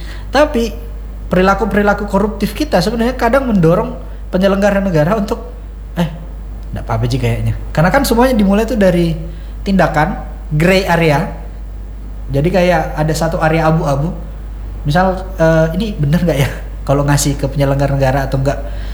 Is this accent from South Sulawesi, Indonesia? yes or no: yes; South Sulawesi, Indonesia; kalau misal saya orang Bugis, kita ada nilai mak bere ya namanya.